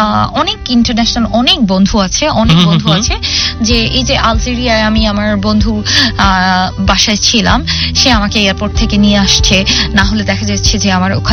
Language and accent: Bangla; Bangladesh; আমরা বাংলাদেশিরা কিন্তু একটু বিলাসী আছি